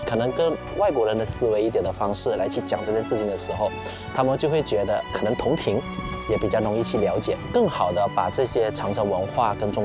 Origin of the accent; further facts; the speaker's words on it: Malaysia; 作为一个马来西亚人来跟你说中国长城的好